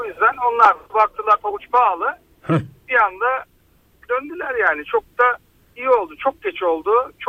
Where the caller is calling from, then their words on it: İzmit, Kocaeli, Turkey; ben İzmit'ten.